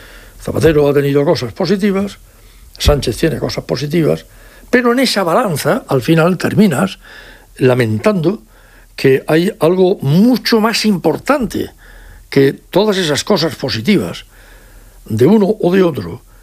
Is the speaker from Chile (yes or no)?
no; Region of Murcia, Spain; como español y como murciano también.